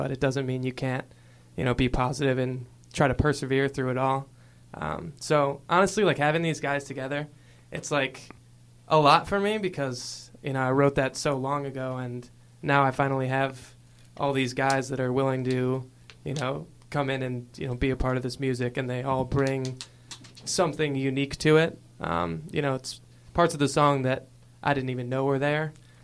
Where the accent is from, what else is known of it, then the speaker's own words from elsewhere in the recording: Syracuse, New York, United States; I'm from Syracuse, New York.